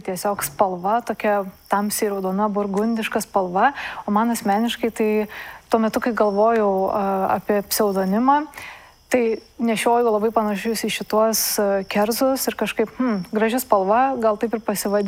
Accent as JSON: {"language": "Lithuanian", "town": "Alytus", "region": "Alytus County", "country": "Lithuania", "tie": "born or raised there", "said": "Aš esu iš Alytaus."}